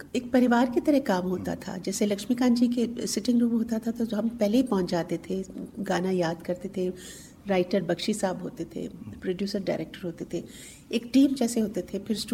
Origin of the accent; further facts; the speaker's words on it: Delhi, India; born there; मैं दिल्ली में पैदा हुई हूँ और बिल्कुल typical south Indian family, Tamilian family में